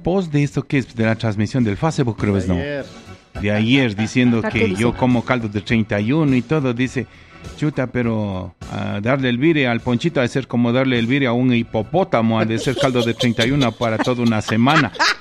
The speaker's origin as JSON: {"language": "Spanish", "country": "Ecuador", "said": "yo como ecuatoriano, no como barcelonista, porque sabe muy bien que soy liguista"}